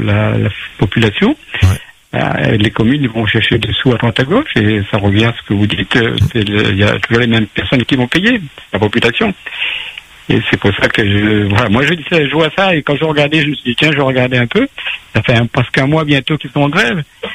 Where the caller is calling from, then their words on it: Réunion; moi, en tant que Réunionnais, des fois, je me dis, je m'intéresse aussi à la vie à La Réunion